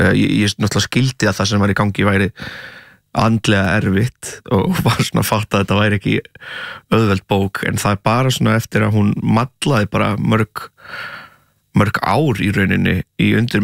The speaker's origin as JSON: {"language": "Icelandic", "country": "Portugal", "tie": "born or raised there", "lives_now": "Iceland", "said": "Ég, eins og ég hef sagt svona 300 sinnum og fólk örgulega þreytt á þér að það náttúrulega ólst upp í Portugal."}